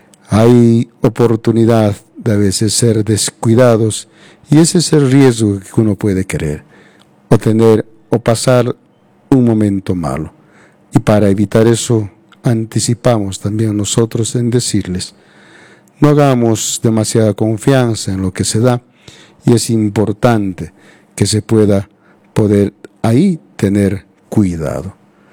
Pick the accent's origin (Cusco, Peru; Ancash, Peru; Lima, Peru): Cusco, Peru; Calca; Así está nuestra tierra, así están los calqueños